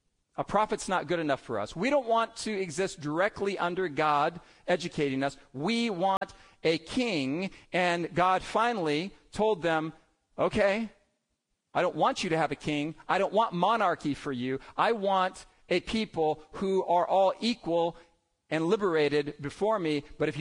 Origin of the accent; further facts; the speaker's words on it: United States